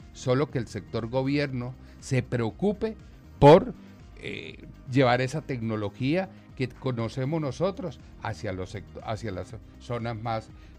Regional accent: Tibú, Norte de Santander, Colombia; mi niñez fue en Tibú y las casas eran de terniz y en esa época hacía mucho calor

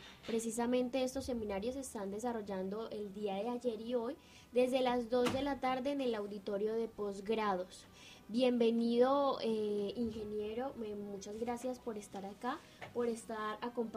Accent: Colombia; los tambores y todas estas elementos que nos caracterizan como colombianos, como latinos

